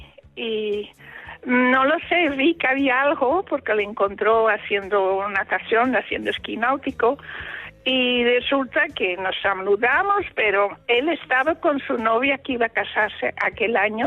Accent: Antwerp, Flanders, Belgium; moved away as an adult; now in Spain; yo he nacido en Bélgica, soy de Bélgica, pero con 28 años vino a vivir en España. Ahora tengo la nacionalidad española porque llevo aquí 57 años.

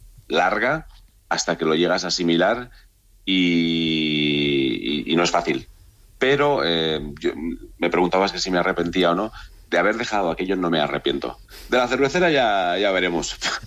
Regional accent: Montemayor de Pililla, Castile and León, Spain; also born or lived in Madrid; Sí, yo soy de Montemayor, sí.

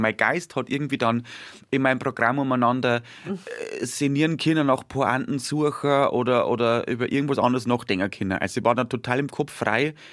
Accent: Bavaria, Germany

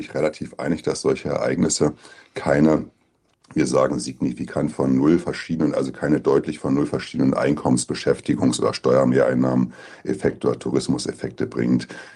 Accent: Berlin, Germany

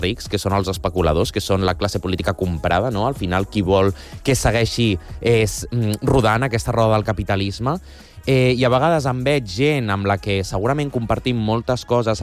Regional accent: Barcelona, Catalonia, Spain; first language Spanish; Catalan is a second language; la gent que som de Barcelona, no, sembla que com que totes compartim que estimem molt la nostra ciutat i som molt de Barcelona, saps?

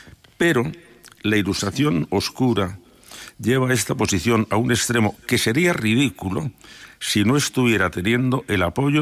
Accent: Toledo, Castilla-La Mancha, Spain; con la ayuda de la Escuela de Traductores de Toledo, que es mi tierra.

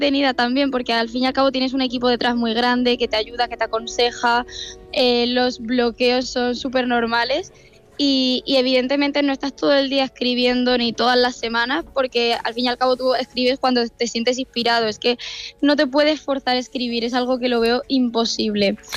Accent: Murcia, Region of Murcia, Spain

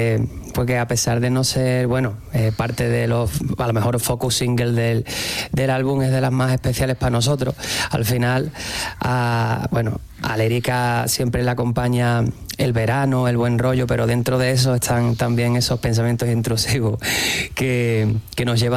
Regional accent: San Fernando, Andalusia, Spain; now in Madrid, Spain; yo soy de San Fernando y mi compi es de La Línea. Entonces, como yo, además yo tiro un poquito más a Cádiz capital, me salen expresiones diferentes a él.

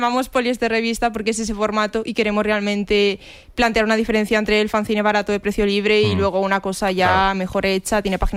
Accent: Asturias, Spain; soy de Asturias

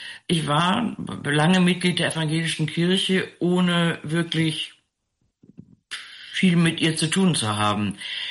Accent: Rhineland, Germany; born or raised there

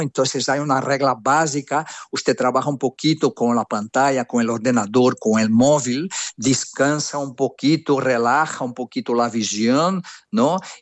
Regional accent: Brazil; Catalan is a second language; No, soc brasiler, però mig català.

